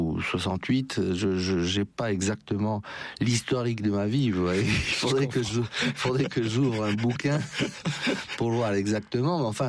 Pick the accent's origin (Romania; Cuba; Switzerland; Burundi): Romania; Bucharest; moved away as an adult; now in France; Je suis né à Bucarest, voilà, je suis d'origine roumaine, et je suis arrivé en France à 22 ans.